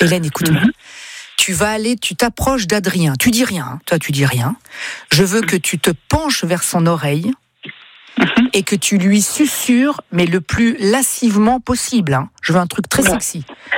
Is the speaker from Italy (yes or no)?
yes; Italy; mais ça c'est les Italiens ça, et je suis italien moi